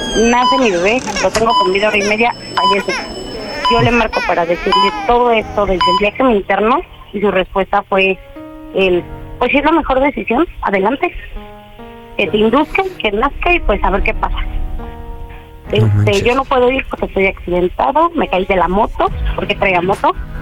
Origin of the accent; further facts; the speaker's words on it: Ecatepec, State of Mexico, Mexico; Tengo 30 años, soy aquí de Catepec.